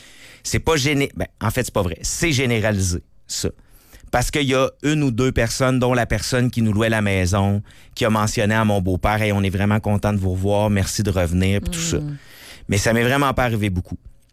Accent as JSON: {"language": "French", "region": "Quebec", "country": "Canada", "said": "Comme Québécois-Canadien"}